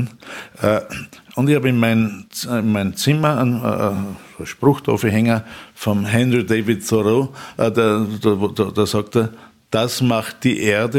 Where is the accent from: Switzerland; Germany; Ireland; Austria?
Austria; Upper Austria; wenn ich in meine Heimat fahre, da fängt dann der Kobernaußerwald an und so, da wird schon sehr hügelig und waldig.